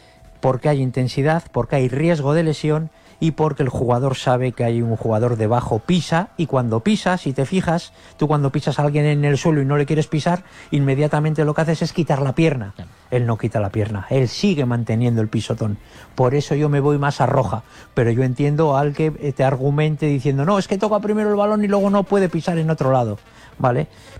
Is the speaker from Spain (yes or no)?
yes; Leganés, Community of Madrid, Spain; Yo como soy de Leganés